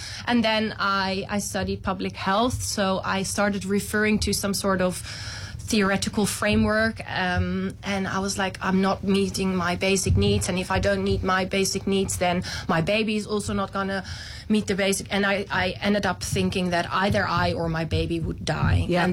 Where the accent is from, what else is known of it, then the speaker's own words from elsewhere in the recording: Netherlands; moved away as an adult; I'm from the Netherlands.